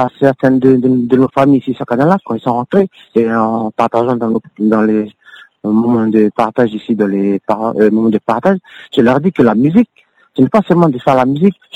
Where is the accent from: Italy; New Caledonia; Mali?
New Caledonia; Moi, je parle de nous, le peuple Kanak.